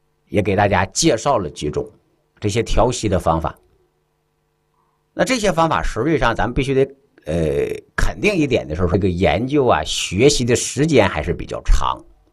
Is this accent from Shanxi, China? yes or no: yes; Shanxi, China; 咱们山西人